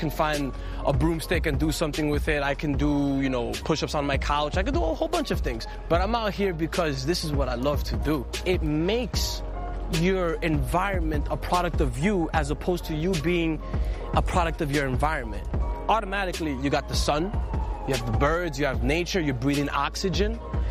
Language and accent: English; New York City, New York, United States; It's Latin for higher self, and I'm from Washington Heights, New York City.